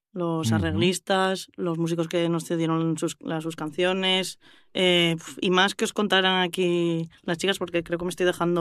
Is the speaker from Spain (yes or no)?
yes; Llanera, Asturias, Spain; No, no, yo soy de Llanera, soy de Aosta total. Ya me siento felguerina del todo.